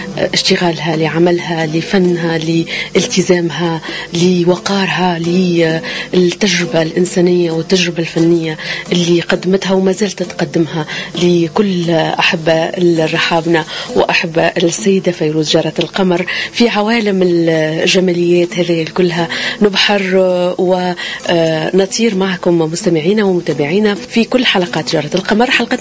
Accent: Tunisia; بوجود كل المبدعين اللي عندنا في تونس

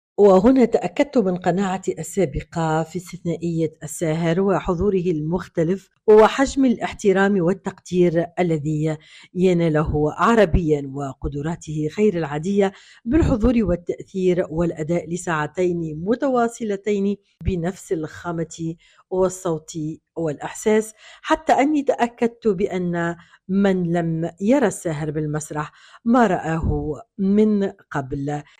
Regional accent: Iraq; لكن المأزق بالنسبة لنا كعراقيين يظهر في المطبخ التونسي

